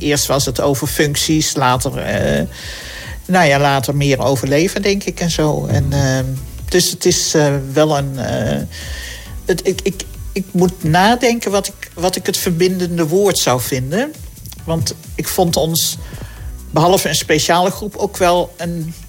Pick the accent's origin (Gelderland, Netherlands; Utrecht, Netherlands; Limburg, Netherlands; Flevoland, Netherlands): Flevoland, Netherlands; Noordoostpolder; also born or lived in North Brabant / Meppel; now in North Holland, Netherlands; ik ben in Brabant geboren, in Noordoostpolder opgegroeid, in Meppel op school gezeten, woon nu in Noord-Holland.